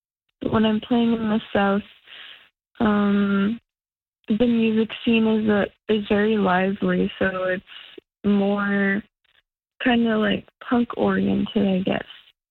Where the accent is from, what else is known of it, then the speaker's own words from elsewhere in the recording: Kuujjuaq, Quebec, Canada; moved away as an adult; now in Montreal, Canada; I'm from Kudjok, but I've been living in Montreal to attend college for about 2 years now.